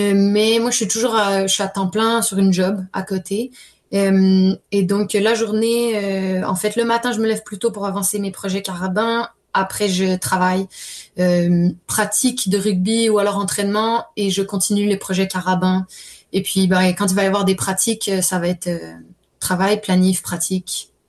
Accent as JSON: {"language": "French", "country": "France", "said": "tout le monde pense que ça fait depuis que je suis toute jeune que j'ai débuté, vu que je suis française"}